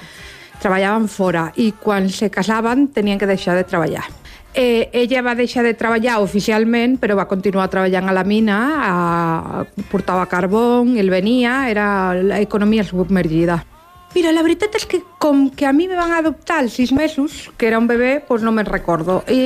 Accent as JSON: {"language": "Catalan", "town": "Barcelona", "region": "Catalonia", "country": "Spain", "tie": "born there", "said": "Jo vaig néixer a Barcelona, a l'Hospital Sant Pau, el 8 d'abril del 77. Bueno, jo soc adoptada, me van adoptar en 6 mesos i van adoptar una família de Lleó, que són els meus pares."}